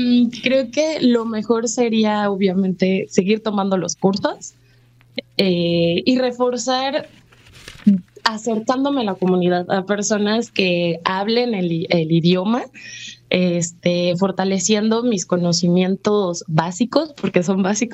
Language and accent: Spanish; Veracruz, Mexico; la historia de mi pueblo. Así que al acercarme a estos cursos, pues me acerco también a la historia de México, y no nada más de Veracruz, de Zempoala, de Papantla, sino de lo que somos los mexicanos y de dónde venimos.